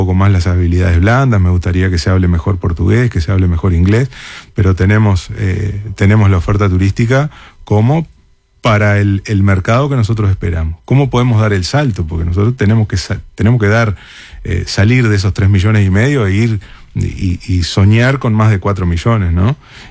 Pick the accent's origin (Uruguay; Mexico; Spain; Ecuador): Uruguay